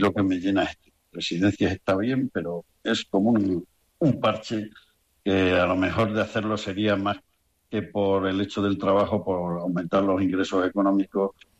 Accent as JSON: {"language": "Spanish", "region": "Extremadura", "country": "Spain", "lives_now": "Miguelturra, Spain", "said": "Yo me siento extremeño, pero también miguelete, porque... Claro. 34 años tienen que dejarte algo, y más viviendo aquí en este sentido"}